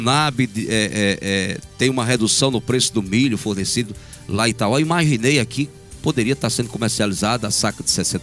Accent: Brazil; nós somos brasileiros. Né? Nós vivemos nascemos e criamos e somos brasileiros. Vivemos aqui com a inflação daqui.

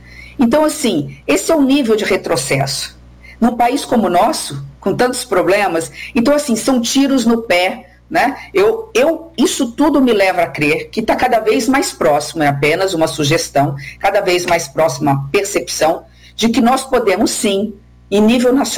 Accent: Brazil; eu sou do interior do Brasil

